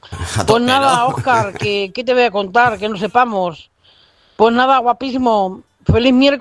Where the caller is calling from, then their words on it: Miguel Esteban, Castilla-La Mancha, Spain; de Miguel Esteban, me encanta.